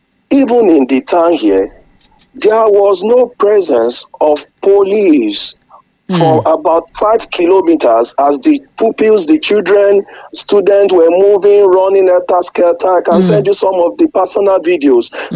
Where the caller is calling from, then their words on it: Ogbomosho, Oyo, Nigeria; I'm calling from Ogbomosho.